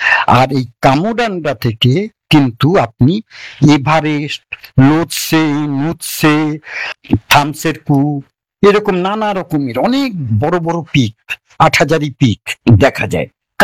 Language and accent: Bangla; Belgharia, West Bengal, India; আমার বাড়ি বেলঘরিয়া